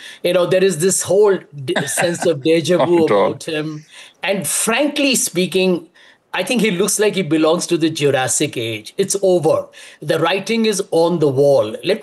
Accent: Bihar, India; I come from Bihar, Shiv.

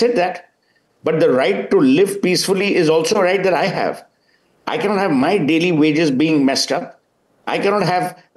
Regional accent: Kolkata, West Bengal, India; I come from Calcutta. They've been protesting for all their lives.

